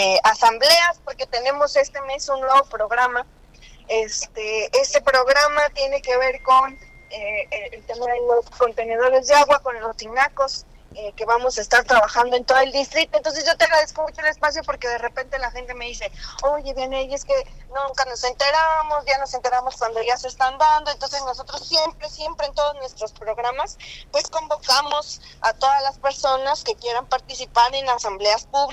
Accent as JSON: {"language": "Spanish", "region": "Puebla", "country": "Mexico", "said": "en mi pueblo, en Chanalapan, del lado de San Isidro"}